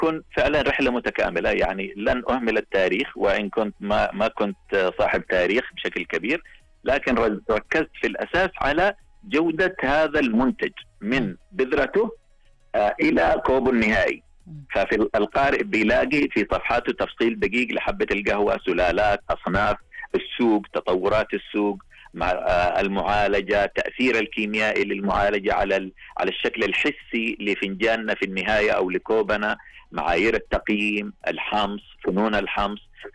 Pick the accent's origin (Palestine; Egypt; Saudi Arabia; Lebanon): Saudi Arabia; عندنا في السعودية العظيمة من الجنوب للشمال للشرق للغرب